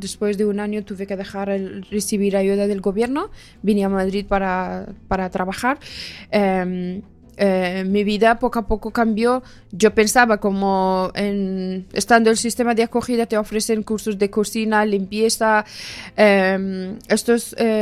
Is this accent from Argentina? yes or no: no; Afghanistan; now in Spain